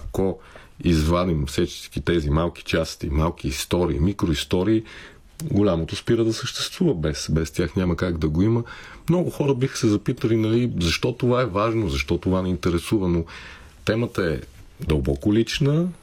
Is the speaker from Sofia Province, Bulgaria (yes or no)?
yes; Samokov, Sofia Province, Bulgaria; аз съм от Самоков, този град е родина на българската фотография